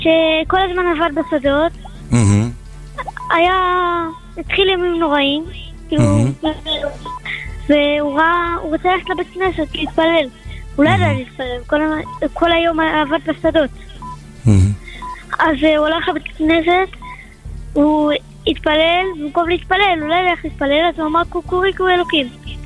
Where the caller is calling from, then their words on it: Beit Shemesh, Jerusalem District, Israel; אני בבית שמש.